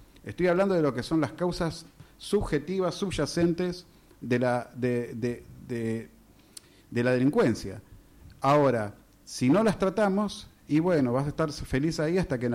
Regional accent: Argentina; Acá se trata de que somos argentinos.

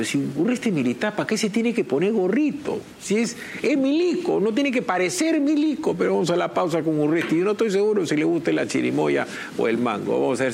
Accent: Trujillo, La Libertad, Peru; Hermano, yo soy de Trujillo.

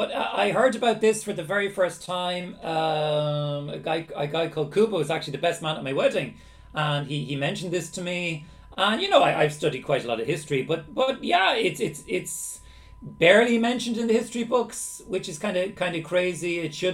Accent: Ireland; I'm from Ireland, as you know.

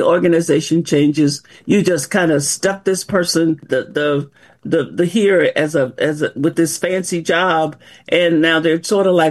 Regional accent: El Dorado, Arkansas, United States; moved away as an adult; also born or lived in California / Georgia; Well, you know, I was born in El Dorado, Arkansas. I lived in Arkansas until I was 18, left there

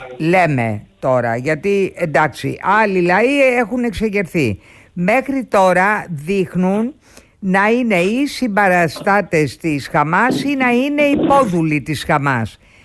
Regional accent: Greece; οι Έλληνες το έχουμε αυτό

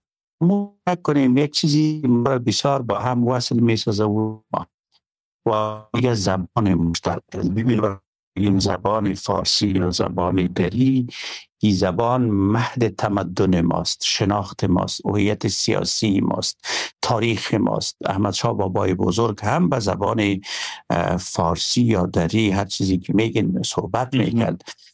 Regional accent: Pashtun areas, Afghanistan; من خودم یک پشتون هستم

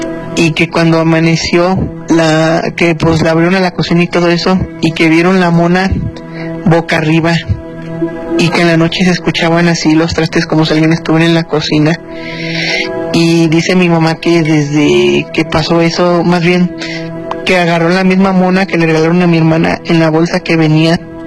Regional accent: San Francisco del Rincón, Guanajuato, Mexico; de San Francisco del Rincón, Guanajuato.

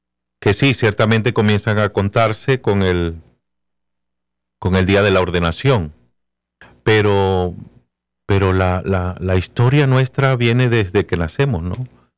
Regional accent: Valera, Trujillo, Venezuela; mi papá tenía una barbería, todavía está la barbería, en la ciudad donde nací, en Valera, en el estado Trujillo, en Venezuela

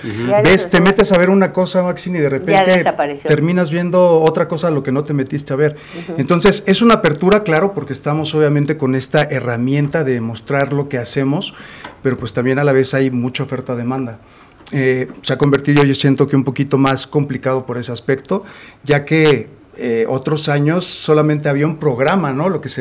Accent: Veracruz, Mexico; Claro. Mucha gente no piensa que soy mexicano, mucha gente piensa que soy

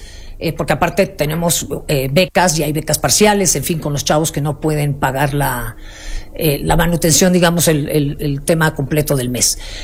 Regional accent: Mexico City, Mexico; Mi familia es cubana, sí. Yo nací aquí en mi querida Ciudad de México.

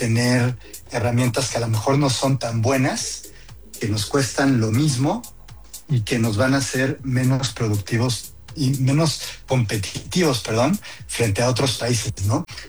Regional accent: Mexico; sino por tener soluciones que también sean mejores para nosotros como mexicanos.

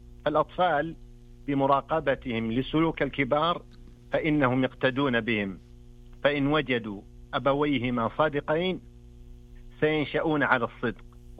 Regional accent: Al-Qassim, Saudi Arabia; من القصيم.

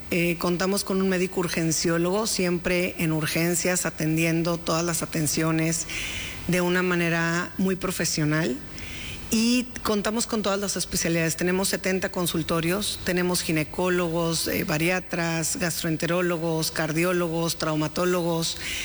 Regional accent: Yucatán, Mexico; toda la comunidad que vivimos y que somos yucatecos.

